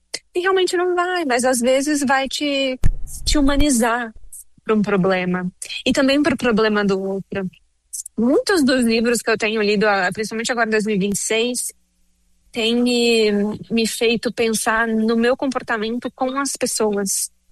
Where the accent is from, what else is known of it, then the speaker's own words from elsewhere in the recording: Brazil; porque somos brasileiros.